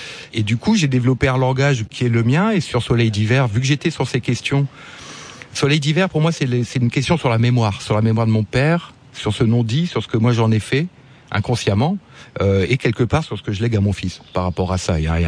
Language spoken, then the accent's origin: French; France; moi en tant que Français